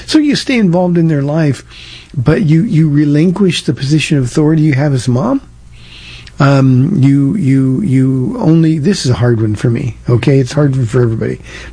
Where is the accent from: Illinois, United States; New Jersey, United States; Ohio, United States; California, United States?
California, United States; now in Texas, United States; You know, we came from California to Texas and left everybody that we ever knew behind.